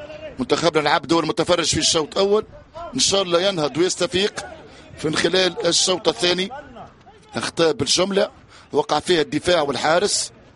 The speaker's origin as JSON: {"language": "Arabic", "country": "Libya"}